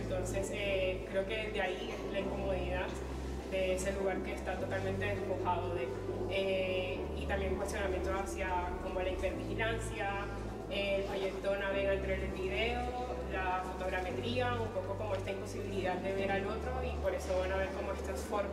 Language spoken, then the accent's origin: Spanish; Colombia; soy de Colombia.